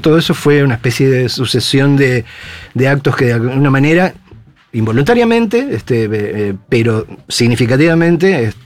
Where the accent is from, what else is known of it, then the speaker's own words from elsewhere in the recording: Argentina; los que nos consideramos parte del pueblo argentino